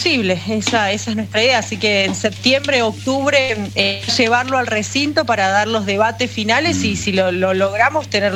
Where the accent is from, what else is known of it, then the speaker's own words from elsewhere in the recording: Ushuaia, Tierra del Fuego, Argentina; Soy de Ushuaia, exactamente, sí.